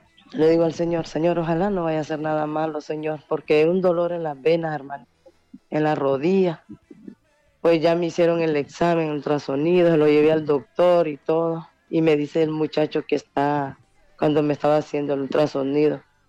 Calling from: El Progreso, Yoro, Honduras; de Progreso Lloro.

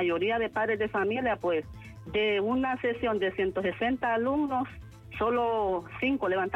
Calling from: Honduras; Soy de la Colonia Canadá

